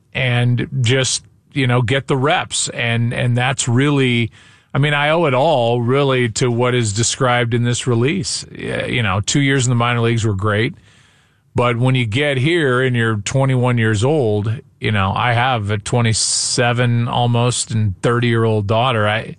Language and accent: English; Missouri, United States; I'm going to be calling my hometown team in the World Series and my first World Series on network TV.